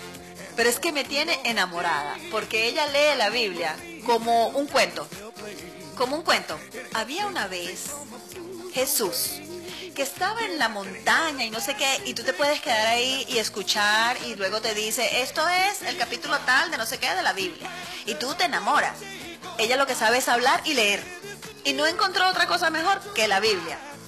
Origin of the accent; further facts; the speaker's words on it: Venezuela; nosotros somos venezolanos. Así que somos venezolanos haciendo país aquí